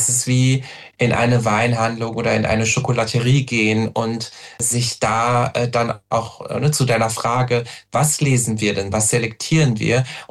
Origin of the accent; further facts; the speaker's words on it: Germany; born there; also born or lived in Brazil / Paris; ich bin in Brasilien geboren und habe dort aber nur die ersten 3 Wochen meines Lebens verbracht. Ich wurde dann adoptiert und da begann eigentlich so meine erste Reise, die Reise über den Atlantik, erst nach Paris und dann eben in die Eifel.